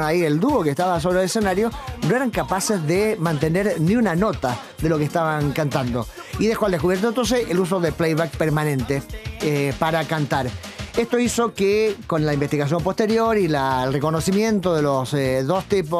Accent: Chile; nuestro país de Chile

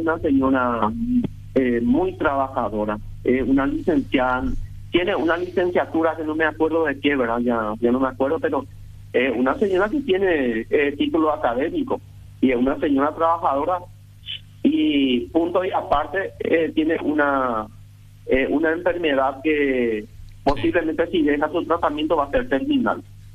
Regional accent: Benjamín Aceval, Presidente Hayes, Paraguay; Mi familia, nosotros somos de Benjamín Acevedo

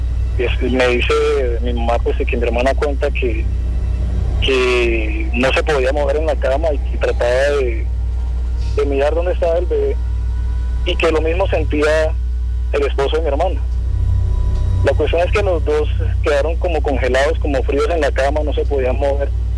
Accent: Barranquilla, Atlántico, Colombia; now in Bogotá, Colombia; Sobre una casa que, donde viví hace mucho tiempo en Barranquilla. Ya hace 8 años me vine desde mi ciudad de Barranquilla para acá, para Bogotá.

